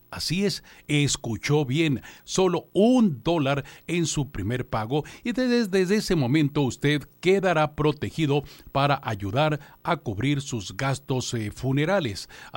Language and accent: Spanish; Nogales, Sonora, Mexico; born there; Nos tocó ser vecinos allá en la colonia Buenos Aires